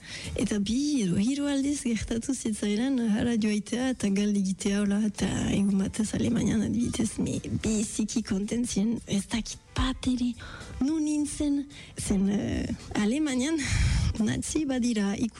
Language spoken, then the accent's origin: Basque; Bayonne, Nouvelle-Aquitaine, France; Baionakoa naiz eta bon, ostakit importantea den ogoita amabost urte ditut.